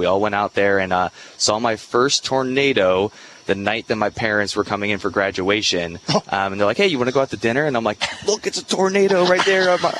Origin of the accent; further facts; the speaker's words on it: Arlington Heights, Illinois, United States; I'm born and raised in Arlington Heights, or Prospect Heights, but in the Arlington Heights area.